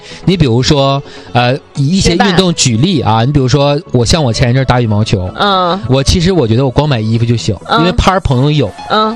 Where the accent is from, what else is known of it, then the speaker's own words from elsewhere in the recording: Northeast China, China; 因为这个东北孩子都知道啊，就是从小啊我们东北人对雪质啊就是有非常敏感的这个触感